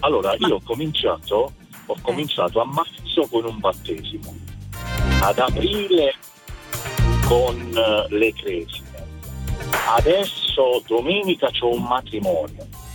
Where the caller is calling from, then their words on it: Campobasso, Molise, Italy; Allora, sono di Campobasso, Molise.